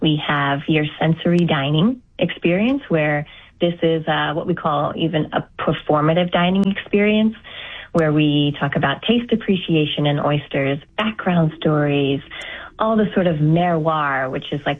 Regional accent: Maryland, United States; also born or lived in Eastern Shore, Maryland / Washington, D.C. area; now in Maine, United States; I was born on the Eastern Shore in Maryland and just across from the Chesapeake Bay Bridge. And then kind of moved around the Maryland area, around D.C. for most of my childhood.

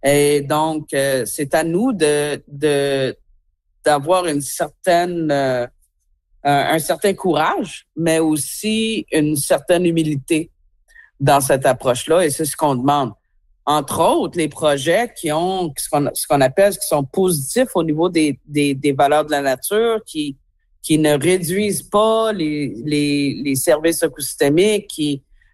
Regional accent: Canada; en tant que Canadien

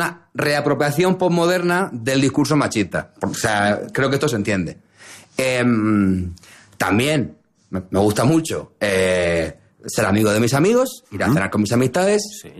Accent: Murcia, Region of Murcia, Spain; Soy un chico de Murcia, uh-huh. Nací en el año 86.

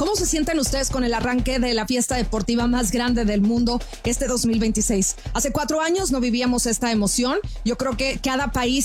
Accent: Mexico; yo soy mexicana

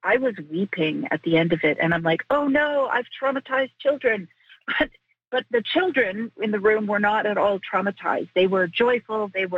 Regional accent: Kitigan Zibi, Quebec, Canada; I'm Bear Clan. I'm Bear Clan from Gitagunzi, the Algonquin First Nation in Quebec.

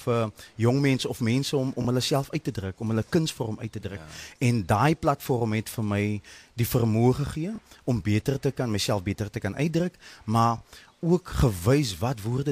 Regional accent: Worcester, Western Cape, South Africa; dit is die konteks van Woester en dit is wat ek beleef het in my grootwordjare. Ja, ons het berge wat ons omring en 'n mens voel half is toe. Maar as jy binnen Woester kom, dan ervaar jy die oopheid en die grensloosheid

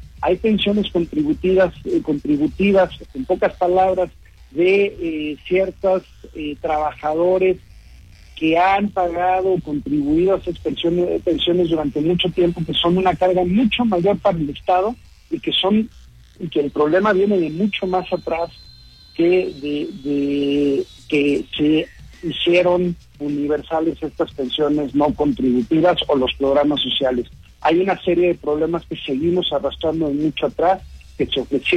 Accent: Mexico; no terminamos de hacer un consenso de hacia dónde estamos caminando como mexicanos

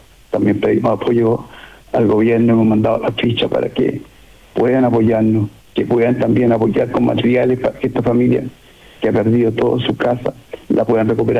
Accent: La Ligua, Valparaíso, Chile; Bueno, yo soy nacido y criado acá en La Ligua, soy liguano, liguano, porque acá nos diferenciamos cuando uno nace en La Ligua, el liguano

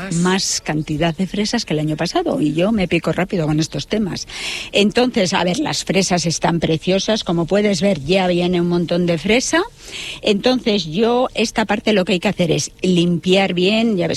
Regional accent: Navarre, Spain; also born or lived in Gipuzkoa; now in Álava, Spain; yo que soy una navarra convertida en guipuchi y ahora estoy en Álava

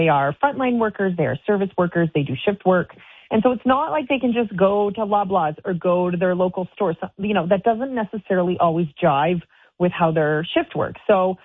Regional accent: Windsor, Ontario, Canada; now in Ottawa, Canada; I'm from the Windsor area.

